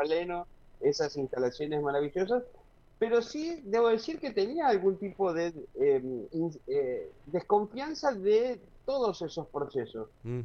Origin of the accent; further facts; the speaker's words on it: Sunchales, Santa Fe, Argentina; yo soy de Sunchales